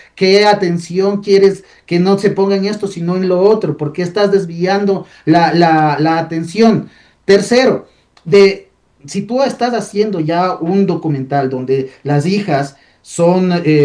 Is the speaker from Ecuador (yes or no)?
yes; Ecuador; somos los ciudadanos ecuatorianos.